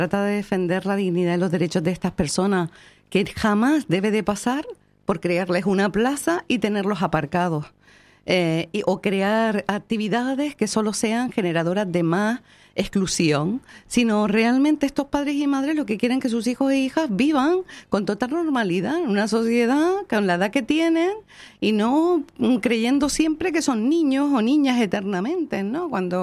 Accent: Spain; como españoles que somos, pues españoles y españolas que somos

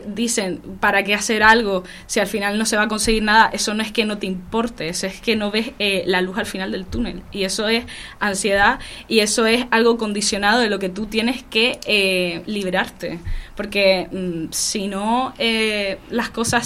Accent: Las Palmas de Gran Canaria, Canary Islands, Spain; born there; yo soy del barrio de Chamán, y yo cuando tenía 11 años me tuve que ir del barrio de Chamán porque la rentista quiso quitar a mi familia de 6 miembros porque su hijo se iba a casar y le quería dar la casa.

